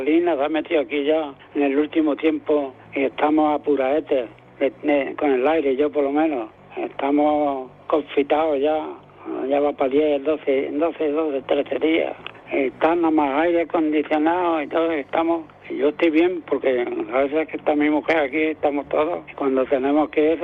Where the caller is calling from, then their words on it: Almuñécar, Andalusia, Spain; de Almuñécar.